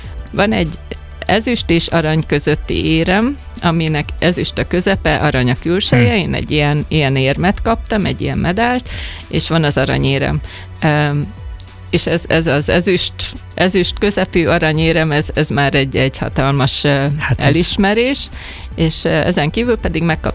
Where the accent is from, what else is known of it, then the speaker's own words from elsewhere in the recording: Hungary; megmutattam velük, hogy magyar vagyok